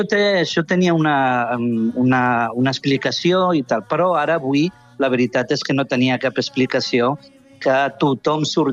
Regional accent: Catalonia, Spain; Jo sóc de segona generació, però en la meva família ja tenim de quarta generació. Per tant, avui ningú podria dir que no som catalans, no? Som catalans de ple dret

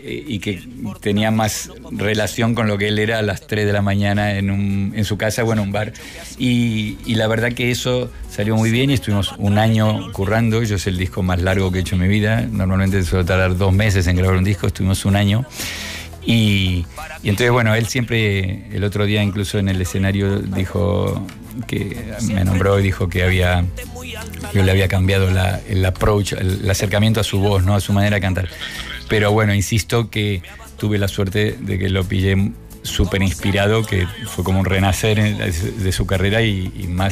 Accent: Murcia, Region of Murcia, Spain; y yo decía, pero si soy de Murcia. ¿Dónde está?

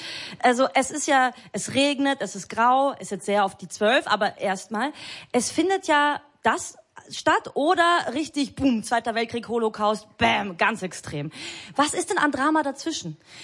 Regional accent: Vienna, Austria; now in Berlin, Germany; Ich hatte das auch, ich komme halt aus Wien und ich wollte halt weg aus Wien und bin dann nach Neukölln.

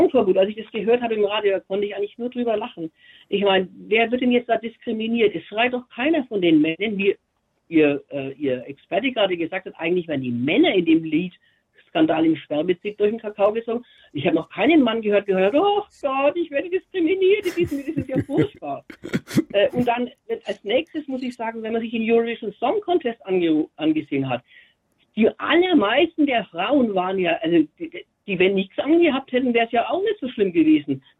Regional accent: Feucht, Bavaria, Germany; Ja, nein, ich bin aus Forcht.

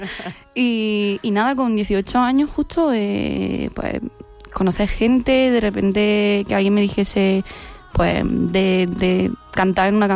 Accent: Torre del Campo, Andalusia, Spain; also born or lived in Melilla; yo he nacido en Melilla, estuve ahí hasta los 3 añitos y ya mis padres se mudaron a Jaén, me criaron en Torre del Campo.

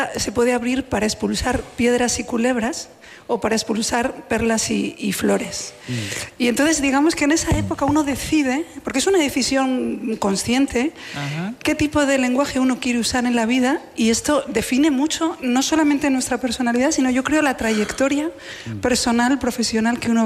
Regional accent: León, Castile and León, Spain

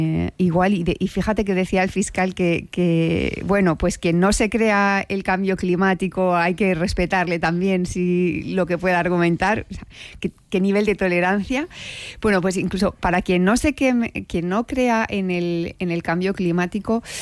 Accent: Castilla-La Mancha, Spain; yo soy castellano manchega, soy una niña de pueblo, entonces me llega muy, muy de cerca.

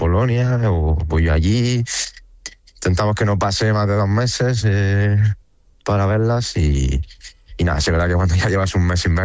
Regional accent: Spain; moved away as an adult; now in Ukraine; somos 5 españoles en el cuerpo técnico

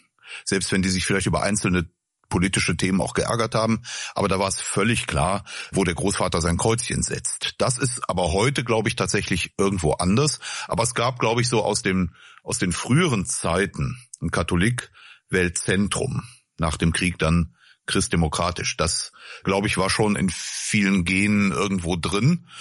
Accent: North Rhine-Westphalia, Germany; Das war nochmal im Erzbistum Köln zumindest, wo ich groß geworden bin, nochmal so ein wirklicher Schub.

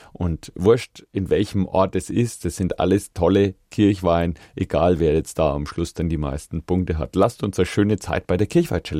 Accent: Bavaria, Germany; sie ist aus Oberbayern, ich bin aus Oberfranken

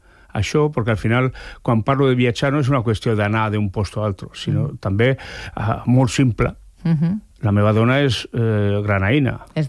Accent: San Sebastián, Basque Country, Spain; also born or lived in Navarre; now in Barcelona, Spain; És a dir, jo sóc de Sant Sebastià, o sóc navarro...

